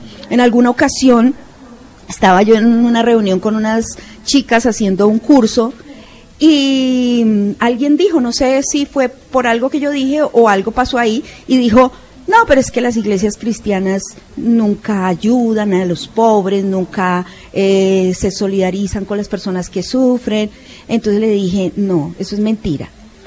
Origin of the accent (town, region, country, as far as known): Colombia